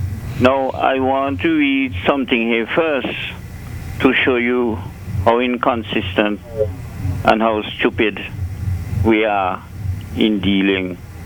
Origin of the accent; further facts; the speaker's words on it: St. Vincent & Grenadines; moved away; he returned back to his hometown, St. Vincent and the Grenadines. That's my hometown too.